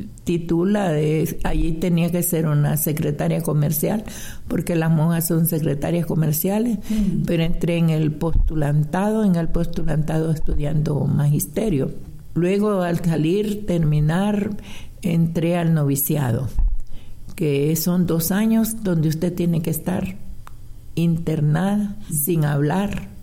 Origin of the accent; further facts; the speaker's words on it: El Progreso, Yoro, Honduras; soy nacida en El Progreso, Yoro, y mis padres de Santa Rosa de Copán y Santa Bárbara, que vinieron a la costa norte a trabajar. Así que allí crecí en la ciudad del Progreso.